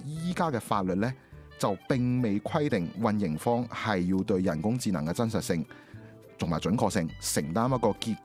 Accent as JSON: {"language": "Cantonese", "region": "Guangdong", "country": "China", "said": "我哋廣東人講嘅老作"}